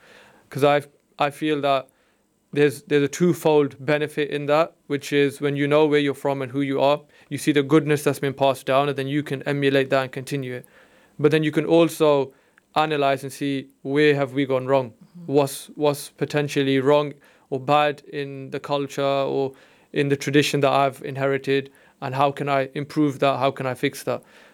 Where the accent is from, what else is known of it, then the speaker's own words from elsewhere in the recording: England, United Kingdom; growing up in England and stuff